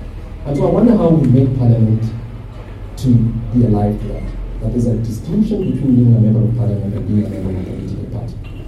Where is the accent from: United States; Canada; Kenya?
Kenya; we are all nervous as Kenyan citizens